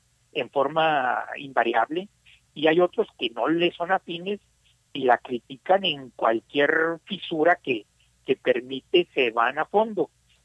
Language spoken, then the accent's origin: Spanish; Mexico